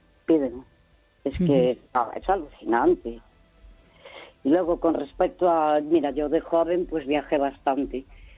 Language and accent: Spanish; Santiago de Compostela, Galicia, Spain; Porque yo soy de Santiago de toda la vida, mi abuelo sí. De Santiago, mi bisabuelo, bueno, toda mi familia.